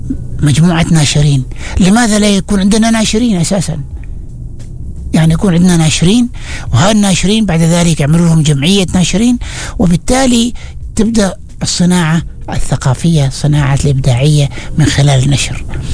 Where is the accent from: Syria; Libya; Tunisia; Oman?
Oman; لا، احنا عندنا في عمان مثال يقول لك لا تذهب الدواء قبل الفلعة